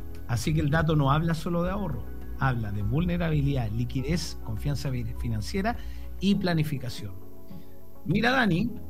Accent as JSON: {"language": "Spanish", "country": "Chile", "said": "nosotros como chilenos"}